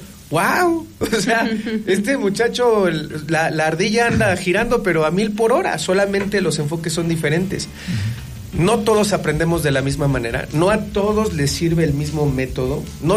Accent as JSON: {"language": "Spanish", "country": "Mexico"}